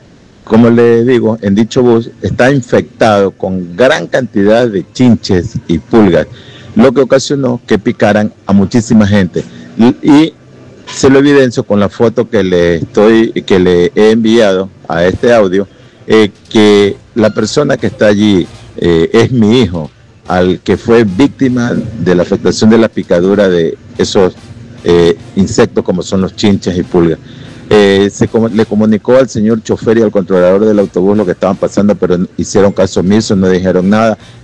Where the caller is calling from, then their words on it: Esmeraldas, Ecuador; soy un ciudadano de aquí de la ciudad de Esmeraldas.